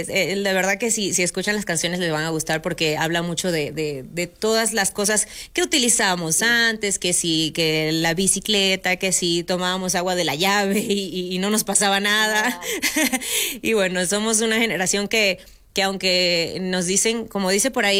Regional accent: Venezuela; Yo, por ejemplo, soy venezolana

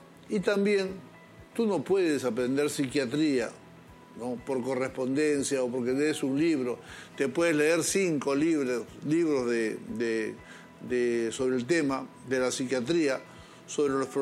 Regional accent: Peru; como peruano, como ciudadano

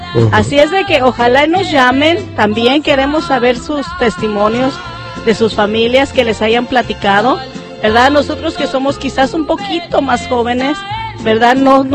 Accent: Mexico; Así es de que, hermanos, nosotros como mexicanos, pues tenemos ese gusto, ¿verdad?

